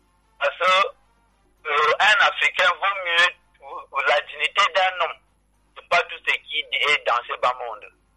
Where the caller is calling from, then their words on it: Nkongoa, Centre, Cameroon; De Nkongwa.